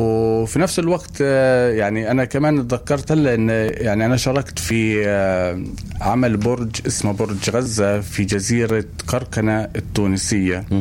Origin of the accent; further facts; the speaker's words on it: Palestine; كنت أنا كفنان فلسطيني